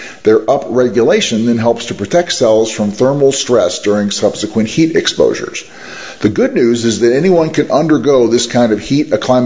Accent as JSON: {"language": "English", "country": "Australia", "tie": "born or raised there", "said": "the advantages of growing up in Australia are merely psychological and behavioral"}